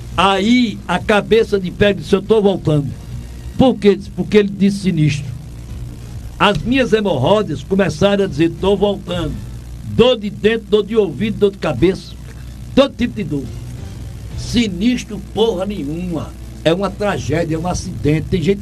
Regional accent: Altinho, Pernambuco, Brazil; minha terra natal, Altinho.

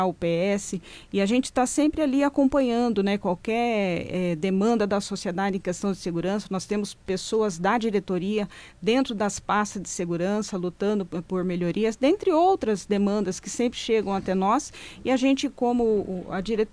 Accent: Guarujá, São Paulo, Brazil; eu morei, eu cresci em outro bairro, né, no Guarujá. Então, quando foi para mim me mudar para o Santa Cruz

